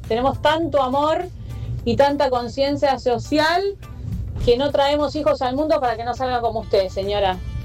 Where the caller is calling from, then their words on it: La Matanza, Buenos Aires, Argentina; de La Matanza.